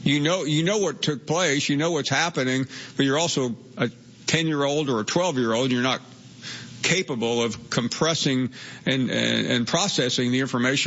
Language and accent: English; Memphis, Tennessee, United States; born or raised there